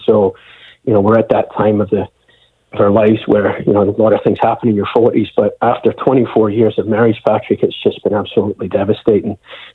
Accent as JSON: {"language": "English", "region": "Scotland", "country": "United Kingdom", "said": "And I'm originally from Scotland, and I'm going to go visit family in Scotland just to kind of reconnect with my family."}